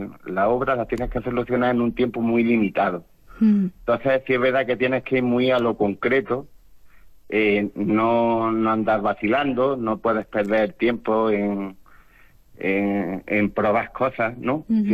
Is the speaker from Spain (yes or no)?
yes; Maracena, Andalusia, Spain; now in Albolote, Spain; yo nací en Maracena, aunque vivo en Albolote.